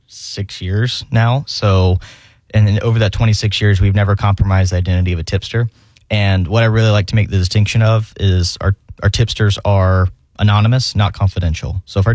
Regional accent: Jacksonville, Florida, United States; Well, and I'm born and raised in Jacksonville. This is my home. It's the home I've always known.

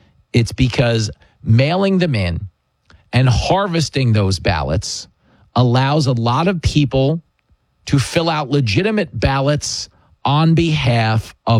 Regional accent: East Coast, United States; And I grew up on the East Coast watching it on TV, so I always thought it was amazing

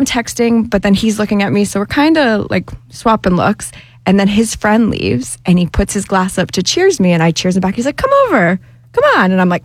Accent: New Hampshire, United States; now in Atlanta, United States; I'm originally from New Hampshire.

